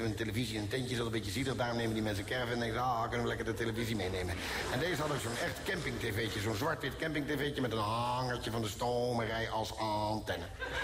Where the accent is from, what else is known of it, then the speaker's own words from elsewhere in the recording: Netherlands; Zeg ik, ik kom uit Nederland, vertel eens iets leuks over uw land.